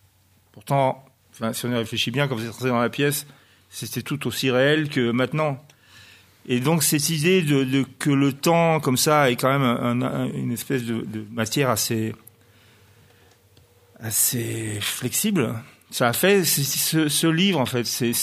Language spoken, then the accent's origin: French; Grenoble, Auvergne-Rhône-Alpes, France; je suis grenoblois